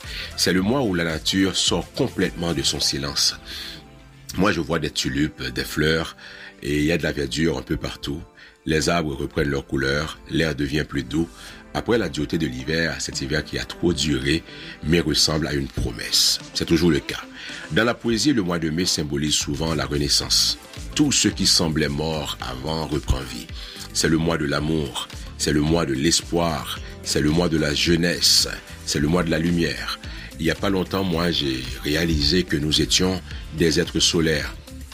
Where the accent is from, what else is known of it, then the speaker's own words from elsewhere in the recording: Haiti; moved away; Moi, je dis, mais non, moi, je viens d'Haïti.